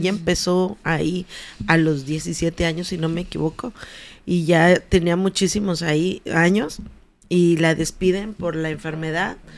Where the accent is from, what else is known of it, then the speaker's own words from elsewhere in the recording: Chiapas, Mexico; moved away as an adult; also born or lived in Cancún; now in Mérida, Mexico; Yo ya me había casado, yo me salgo de Chiapas, que es de donde soy, me caso con Gabriel y me voy a vivir a Cancún y luego me vengo a Mérida.